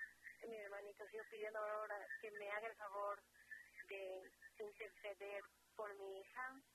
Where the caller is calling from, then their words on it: New Jersey, United States; Estoy llamando de New Jersey.